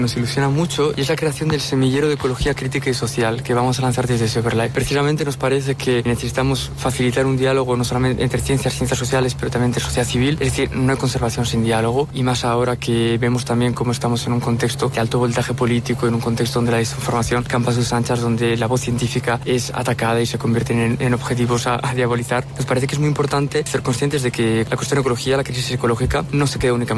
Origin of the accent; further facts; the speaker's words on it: Briviesca, Castile and León, Spain; yo nací, crecí y me crié en Briviesca, en un pueblo en el norte de Burgos, y bueno, pues siempre hemos estado rodeados de naturaleza.